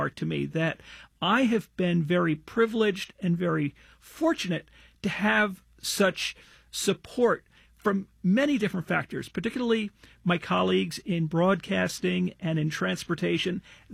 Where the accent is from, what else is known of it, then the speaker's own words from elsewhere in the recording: Cranford, New Jersey, United States; I came out first at a public meeting in my hometown of Cranford, New Jersey.